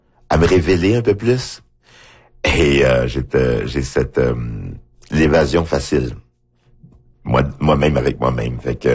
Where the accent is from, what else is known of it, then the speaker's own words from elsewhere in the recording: Haiti; Je dis « Oui, je viens d'Haïti, mais je suis en Haïti, mais qu'est-ce que ça veut dire?